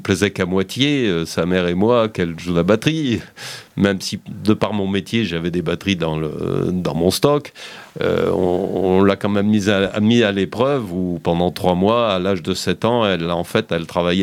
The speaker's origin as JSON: {"language": "French", "town": "Die", "region": "Auvergne-Rhône-Alpes", "country": "France", "tie": "born or raised there", "moved": "yes", "said": "j'ai quand même donc vécu toute mon enfance à Die, où j'ai quand même fait beaucoup de musique à Die, à la MJC."}